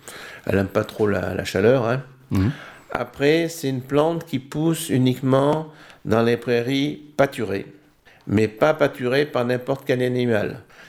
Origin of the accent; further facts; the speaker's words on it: Auvergne-Rhône-Alpes, France; En plus, c'est dans ma région d'origine